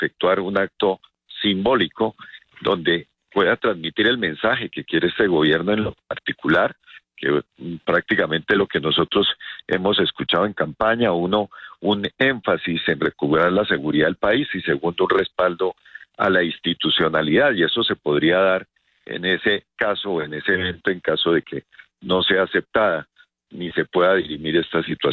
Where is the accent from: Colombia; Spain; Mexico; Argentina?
Colombia; lo que uno quiere como colombiano